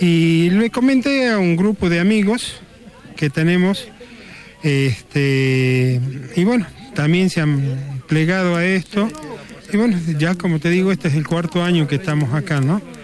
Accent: Cerrillos, Salta, Argentina; yo soy de Cerrillos

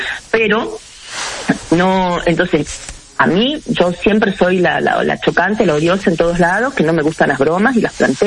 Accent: Argentina

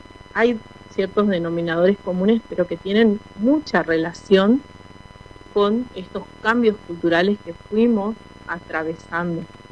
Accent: Corrientes, Argentina; also born or lived in Buenos Aires; yo soy nacida en Buenos Aires y siempre digo que soy criada y mal criada en Corrientes.

